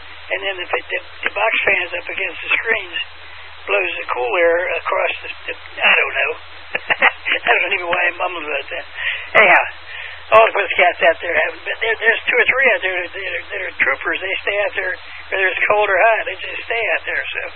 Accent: Newark, Delaware, United States; When I grew up in Newark, Delaware, we had a 5 and 10 store as well.

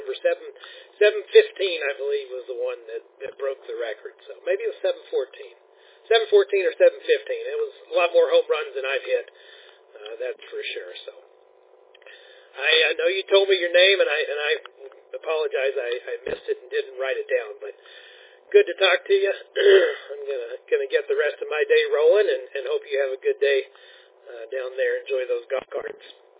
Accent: Knoxville, Tennessee, United States; I grew up in Knoxville

